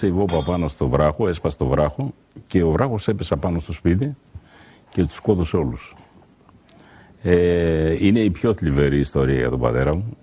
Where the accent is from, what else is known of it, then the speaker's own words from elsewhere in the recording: Ioannina, Epirus, Greece; born there; Στην πατρίδα μου.